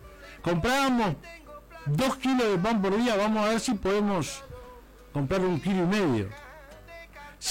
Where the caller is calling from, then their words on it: Uruguay